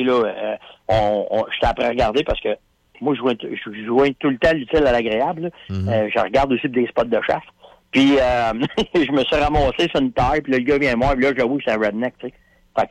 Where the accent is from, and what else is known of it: Canada